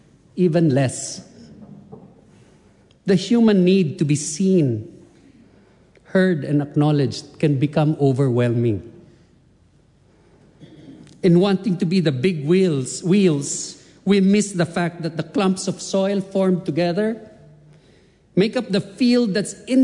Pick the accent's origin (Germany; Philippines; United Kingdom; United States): Philippines; now in New Zealand; I was invited to speak as the Filipino-New Zealander MP at the Filipino Diaspora Conference